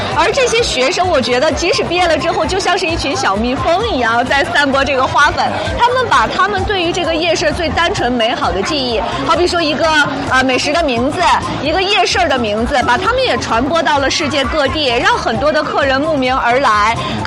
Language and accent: Chinese; Northeast China, China; 我们东北人叫拉拉虎。